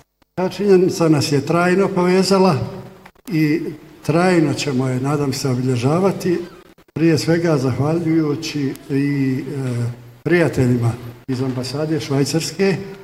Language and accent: Bosnian; Bosnia & Herzegovina; što bi se reklo kod nas u Bosni, da nam renoviraju ovu zgradu nakon našeg teškog rata.